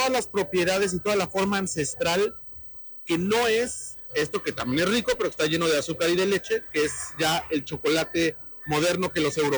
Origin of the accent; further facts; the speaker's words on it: Mexico; nosotros como mexicanos